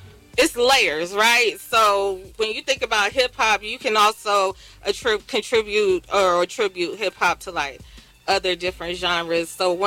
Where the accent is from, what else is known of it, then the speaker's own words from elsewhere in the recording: West Coast, United States; me being born and raised on the West Coast